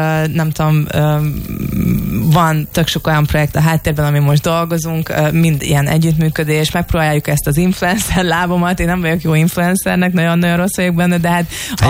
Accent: Lake Balaton area, Hungary; én ugye Balatonon nőttem fel

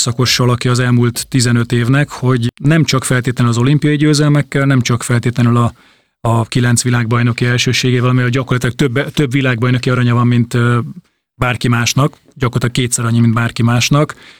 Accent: Zalaegerszeg, Zala, Hungary; mert ő is zalaegerszegi, mint ahol én származom

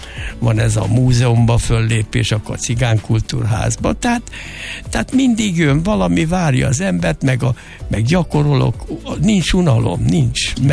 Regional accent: Kalocsa, Bács-Kiskun, Hungary; now in Budapest, Hungary; Én olyan millióben nőttem föl, édesanyám is nagyon vallásos volt, főleg anyám, és Kalocsa

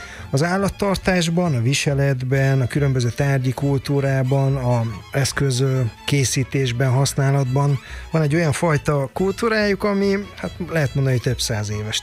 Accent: Szeged, Csongrád-Csanád, Hungary; Én ugye szegedi vagyok

